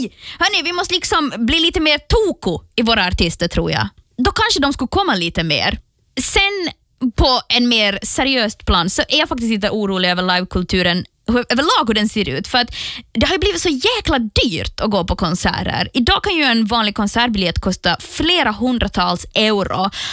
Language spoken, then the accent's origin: Swedish; Finland